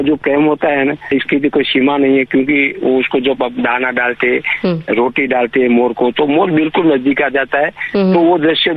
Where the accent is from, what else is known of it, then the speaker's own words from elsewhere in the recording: Der, Gujarat, India; मेरा गाँव डेर है, तहसील जिला पाटन, वहाँ गोरैया बहुत, अहमदाबाद में कम है।